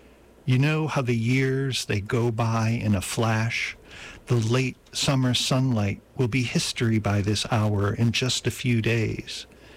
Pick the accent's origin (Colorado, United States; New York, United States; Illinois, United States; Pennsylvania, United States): New York, United States; Buffalo; moved away; my hometown of Buffalo, New York.